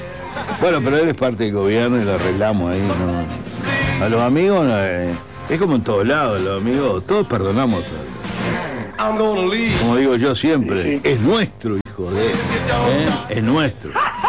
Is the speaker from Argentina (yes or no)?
no; Uruguay; como lo que pagamos somos los uruguayos, como siempre, afuera y bailando